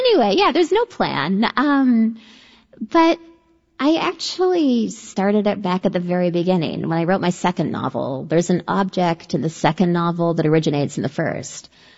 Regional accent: Denman Island, British Columbia, Canada; I think maybe as a function of growing up in a small place, and I'm from Denman Island, British Columbia. It's about 1,000 people.

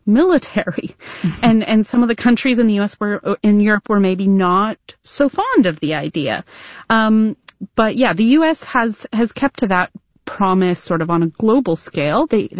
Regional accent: Canada; I'm Canadian.

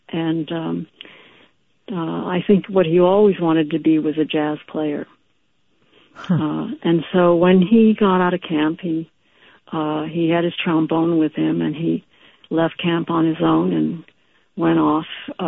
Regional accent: Los Angeles, California, United States; And so his work and his presence was always a part of my family life as I grew up in Los Angeles.

